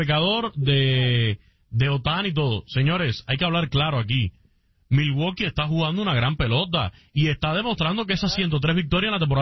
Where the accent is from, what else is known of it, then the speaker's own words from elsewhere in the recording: Camagüey, Cuba; born there; Yo nací en Camagüey.